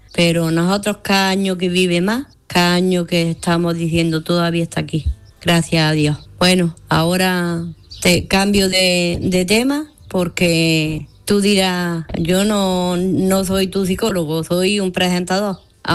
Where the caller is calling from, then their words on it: Granada, Andalusia, Spain; Hola Manolo, te llamo otra vez. … de Granada y te llamo para felicitar a mi sobrino Antonio.